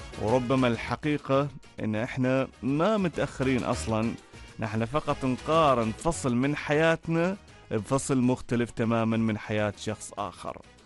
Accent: Oman; وحين يقال من وين أنت يكفينا فخرا أن تكون الإجابة من عمان.

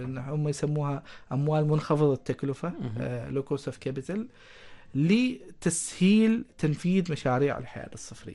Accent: Oman; عندنا في سلطنة عمان

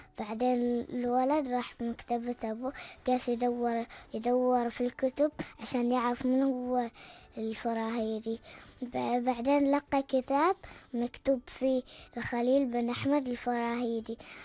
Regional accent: Oman; من بلدي عمان الحبيبة

